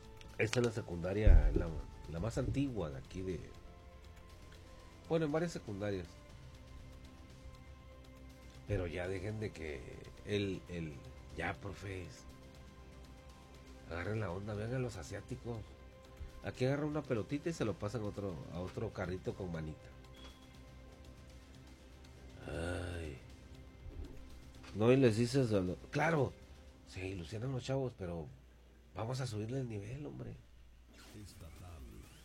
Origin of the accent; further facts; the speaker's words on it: Ciudad Juárez, Chihuahua, Mexico; Horizontes, mi tierra